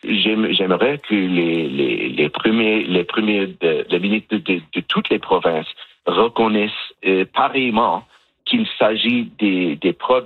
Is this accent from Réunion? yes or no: no; Canada; nous sommes des Canadiens, nous sommes des personnes qui veulent vivre nos vies ici en liberté